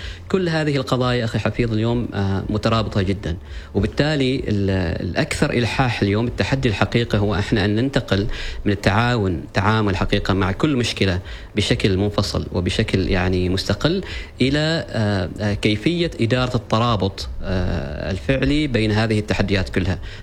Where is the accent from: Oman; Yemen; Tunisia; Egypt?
Oman